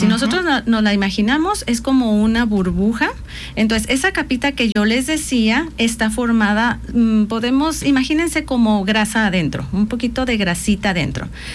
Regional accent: Jalisco, Mexico; en mi tierra le decimos jitomate, ¿no? Entonces, para que conozcan las dos versiones, yo soy de Jalisco, entonces lo conocen como jitomate

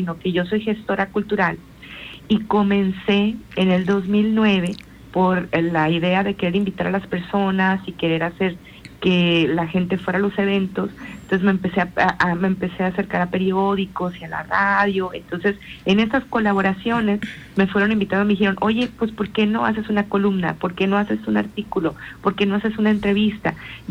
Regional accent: Ciudad Obregón, Sonora, Mexico; moved away as an adult; now in Houston, United States; yo soy de Ciudad Obregón, Sonora, pero tengo viviendo en Texas desde el 2019.

